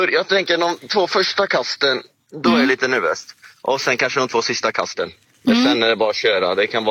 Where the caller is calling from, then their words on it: Falköping, Västra Götaland County, Sweden; Jag är från Falköping, men vi är faktiskt på väg till Uddevalla här.